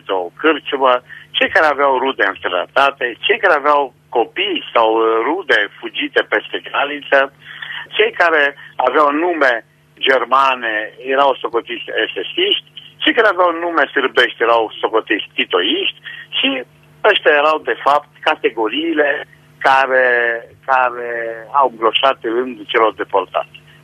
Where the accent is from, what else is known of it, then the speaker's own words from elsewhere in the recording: Banat, Romania; eu sunt bănățean și bunicii mei au fost din Nicolau Mare.